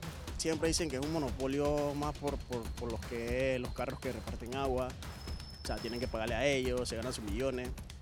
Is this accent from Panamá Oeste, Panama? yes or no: yes; Arraiján, Panamá Oeste, Panama; Yo soy de Arraiján.